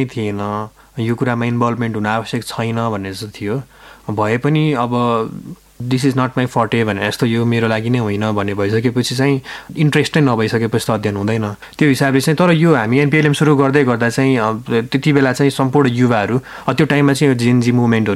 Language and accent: Nepali; Tamghas, Lumbini Province, Nepal; moved away; मेरो बाल्यकाल चाहिँ गुल्मीको सदरमुकाम तमगासमा बित्यो।